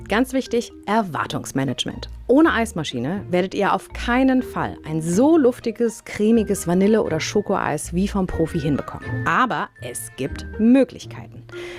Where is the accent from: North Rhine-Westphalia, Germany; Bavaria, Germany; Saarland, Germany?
North Rhine-Westphalia, Germany; So klang er zumindest in meiner Kindheit am Niederrhein.